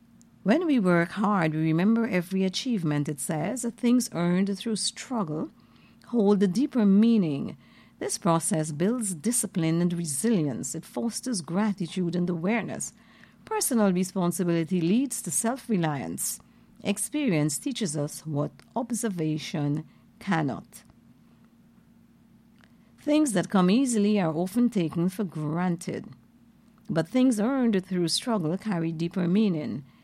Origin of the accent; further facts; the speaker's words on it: London, United Kingdom; I'm a Londoner, born and bred.